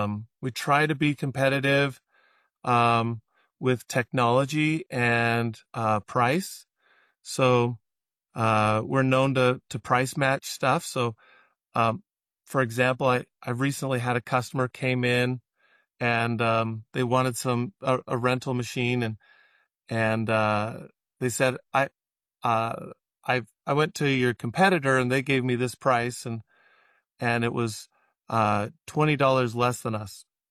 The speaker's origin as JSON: {"language": "English", "country": "United States", "said": "As an American"}